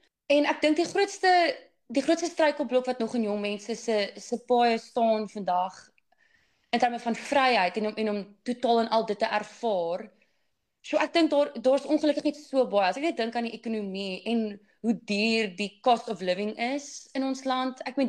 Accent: Durbanville, Western Cape, South Africa; also born or lived in Paarl; Ek het groot geword in Durbanville.

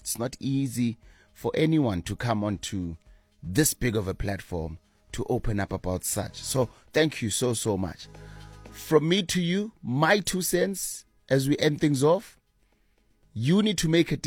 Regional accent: South Africa; moved away; my hometown in Alwa North

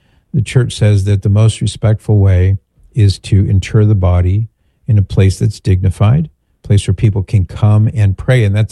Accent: California, United States; Now, I'm from California, Rose, but I don't know where Bay Point is.

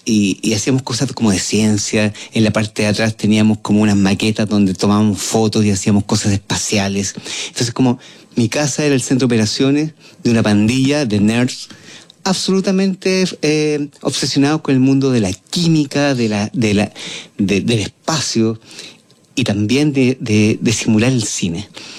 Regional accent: Chile; crecí en una calle llamada Montana 7388 en Villa El Dorado, una especie de barrio muy similar a los barrios de los 60 y los 70 norteamericanos

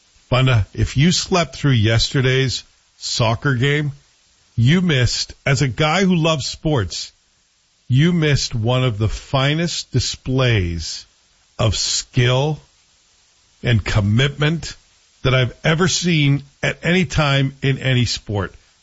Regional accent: Scotland, United Kingdom; I'm a Scot.

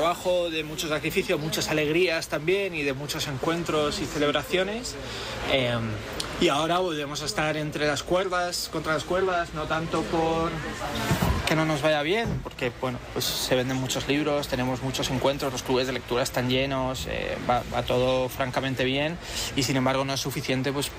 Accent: Community of Madrid, Spain; te lo digo yo como madrileño, creo que Madrid se merece que tener la librería más antigua de Mad

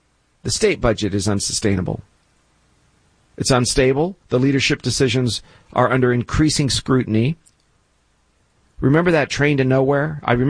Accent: Los Angeles, California, United States; born there; I don't live in the city of Los Angeles. I love it. I was born in Hollywood. You can't beat that. Can't be more LA.

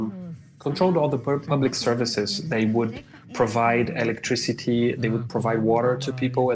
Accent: Brazil; English is a second language; growing up in Brazil, we're kind of u

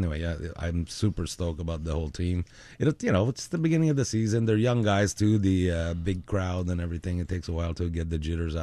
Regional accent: Canada; I'm French Canadian

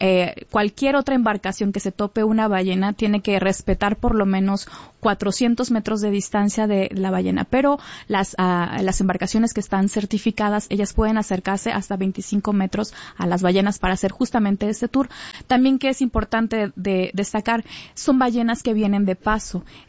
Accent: Huatulco, Oaxaca, Mexico; a pesar de que no nací en Huatulco, yo me considero huatulqueña porque llegué desde los 5 años. Entonces no nada más ves mi color porque lo traigo a Huatulco en mi corazón

